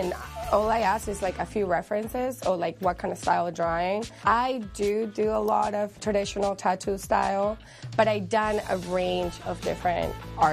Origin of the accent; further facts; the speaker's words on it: Lima, Peru; moved away as an adult; I'm from Lima, which is the capital, and I grew up in a neighborhood called Miraflores